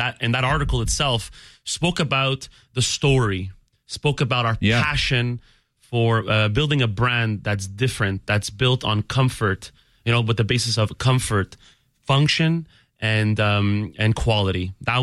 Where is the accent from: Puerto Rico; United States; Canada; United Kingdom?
Canada; Montreal, Quebec; We're from Montreal.